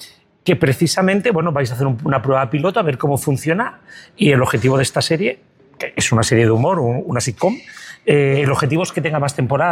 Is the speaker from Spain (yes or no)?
yes; Barcelona, Catalonia, Spain; yo que soy barcelonés